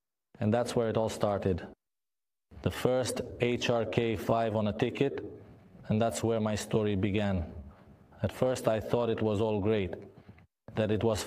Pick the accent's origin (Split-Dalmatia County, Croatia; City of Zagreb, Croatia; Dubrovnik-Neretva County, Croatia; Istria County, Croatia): City of Zagreb, Croatia; Zagreb; moved away as an adult; now in Herzegovina, Bosnia and Herzegovina; for many years, I grew up and lived in Zagreb.